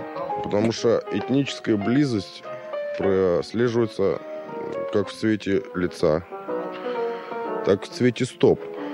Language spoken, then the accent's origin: Russian; India